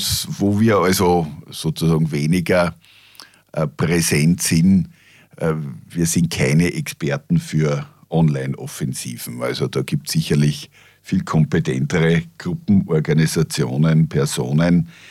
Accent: Austria; Da sind wir Österreicher geschichtsbedingt um einiges noch schlamp

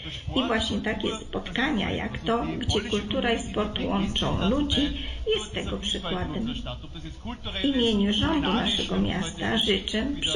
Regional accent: Croatia; Polish is a second language; moved away; Ja pochodzę z Chorwacji i dobrze wiem, jak to jest, kiedy trzeba rozpoczynać życie w nowej ojczyźnie.

